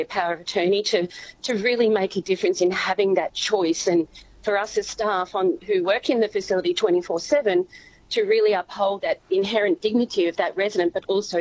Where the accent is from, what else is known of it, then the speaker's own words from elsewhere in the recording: Bendigo, Victoria, Australia; also born or lived in Rockhampton; now in Shepparton, Australia; I am a Bendigo girl from background